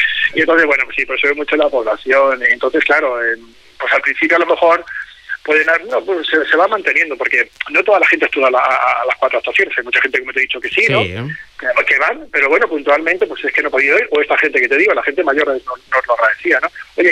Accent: Extremadura, Spain; paisanos somos todos los extremeños

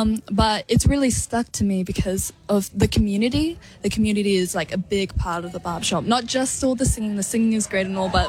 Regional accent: Waikato, New Zealand; I'm from the Waikato, and I didn't compete in this competition

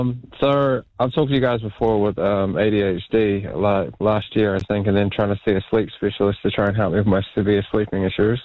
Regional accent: Nelson, New Zealand; So I'm from Nelson, so I took off now

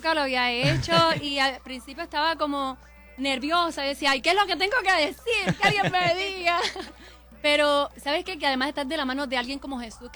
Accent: Cuba; moved away; En Cuba también lo había, en mi provincia, en el centro, porque en cada parte, tú sabes que el lugar tiene como su diferente música, y de donde yo soy, son muy de tríos, muy de rancheras, y eso es lo que se escuchaba en esa parte específicamente de Cuba

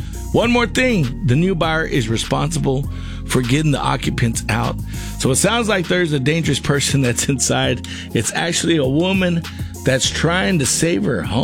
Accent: Colorado, United States; And I'm from Colorado, and in the mountains, there's some weird people.

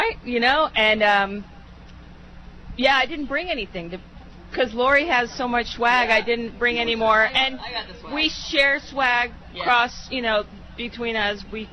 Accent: California, United States; I grew up in farm country, but I wasn't part of the 4-H crew back then. I grew up in Sonoma County, and we have a huge, dairy. Half my classmates had dairies.

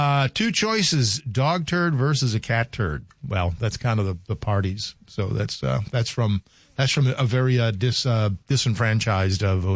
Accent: the South, United States; growing up when I did in the South, especially the time when I grew up in the South, in the early 60s, it was not a pleasant time in parts of the South.

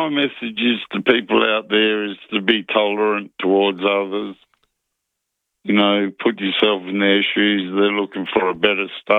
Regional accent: Newcastle, New South Wales, Australia; born there; And does that make me second generation Australian? Because I was born in Newcastle, so...

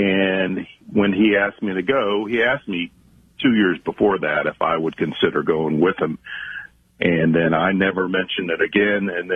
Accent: Danbury, Texas, United States; I'm from a little town called Danbury, Texas, with one blinking light.

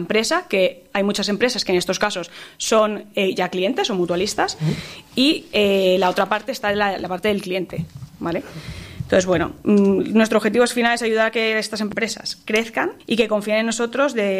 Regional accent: Alcoy, Valencian Community, Spain; Soy de Alcoy.

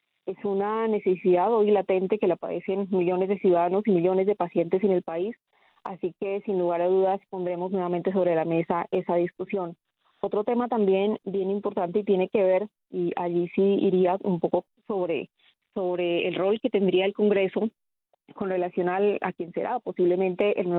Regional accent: Putumayo, Colombia; y particularmente para mí, yo vengo del departamento del Putumayo y tiene que ver con el tema de la fumigación y la protección a los territorios fronterizos.

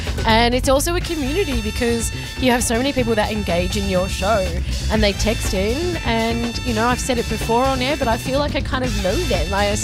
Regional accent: New Zealand; now in Melbourne, Australia; being just a small town gal from Aotearoa, New Zealand.

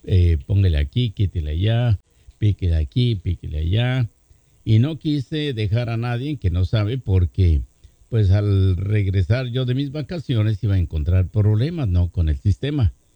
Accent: Durango, Mexico; moved away; estoy tratando de hacer una cabina de radio en Durango, ¿verdad? Para cuando yo viaje por allá a mi tierra

